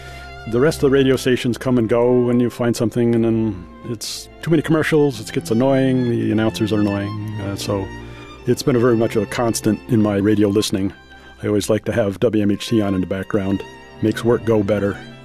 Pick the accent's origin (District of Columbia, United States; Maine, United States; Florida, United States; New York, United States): New York, United States; Ballston Lake; I'm from Ballston Lake.